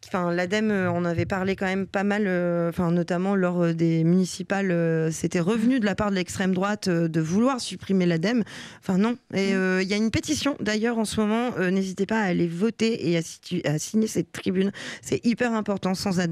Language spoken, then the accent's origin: French; Lille, Hauts-de-France, France; now in Nantes, France; Je viens du Nord